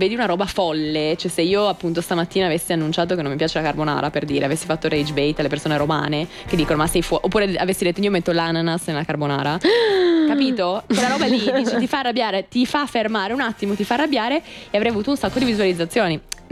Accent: Asti, Piedmont, Italy; moved away as an adult; now in Milan, Italy; io in realtà sono originaria di Asti

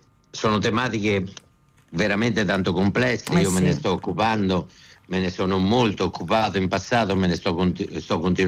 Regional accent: Umbria, Italy; io sono umbro

